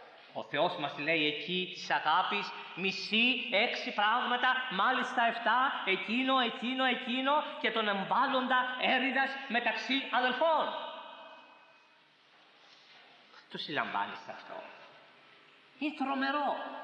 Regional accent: Corfu, Ionian Islands, Greece; στο νησί μου στην Κέρκυρα

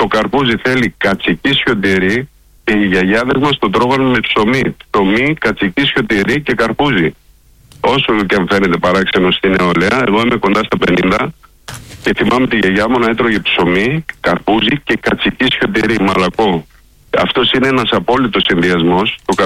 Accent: Nea Agioneri, Central Macedonia, Greece; Η γιορτή αυτή γίνεται στο χωριό μου, το Νέο Αγιονέρι Κηλικής, που βρίσκεται 30 χιλιόμετρα δυτικά της Θεσσαλονίκης. Είμαστε Καπαδόκες και είμαστε εδώ και 100 χρόνια να φυτεύουμε καρπούζια.

